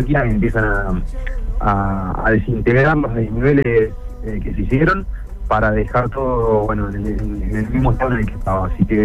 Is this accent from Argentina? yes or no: yes; Pinamar, Buenos Aires Province, Argentina; la mitad de los directivos somos acá de Pinamar de toda la vida.